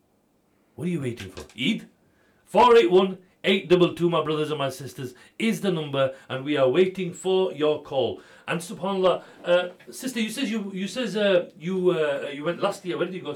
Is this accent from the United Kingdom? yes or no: yes; the north of England, United Kingdom; we're all the same up north. Northerners.